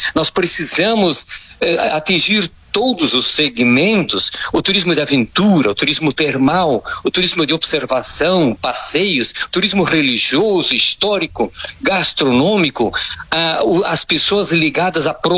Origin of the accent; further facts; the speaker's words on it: Brazil; nós, como brasileiros